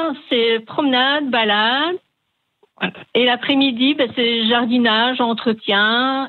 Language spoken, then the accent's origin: French; France; Je suis originaire de Jean-Blou.